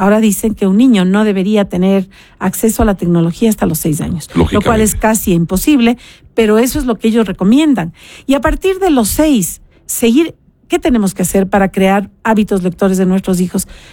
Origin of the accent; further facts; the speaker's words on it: Cuenca, Azuay, Ecuador; born there; now in Quito, Ecuador; yo nací en Cuenca, pero vivo en Quito más de 40 años.